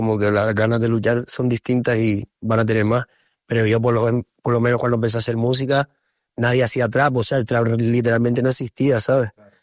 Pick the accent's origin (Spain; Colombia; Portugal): Spain; Canary Islands